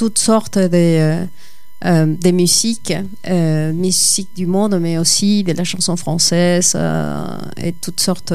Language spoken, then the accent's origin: French; Ecuador; moved away; dans mon pays d'origine. Je suis équatorienne. Et j'étais enfant quand j'ai suivi des ateliers de théâtre encore, enfin, dans mon enfance, dans mon pays d'origine.